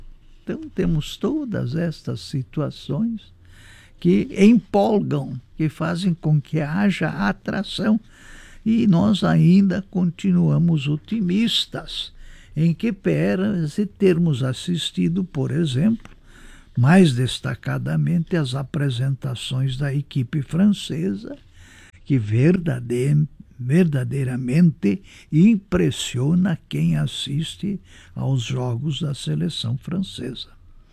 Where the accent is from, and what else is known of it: Brazil